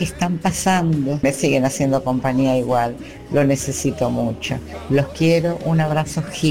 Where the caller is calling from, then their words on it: Avellaneda, Buenos Aires Province, Argentina; de Avellaneda.